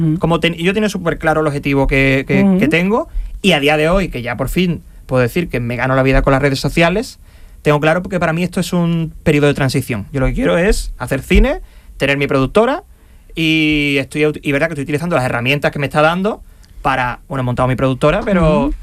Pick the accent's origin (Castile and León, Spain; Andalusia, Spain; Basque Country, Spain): Andalusia, Spain; yo en mis redes digo que soy muy andalucista, y verdad que lo soy, muy andaluz y andalucista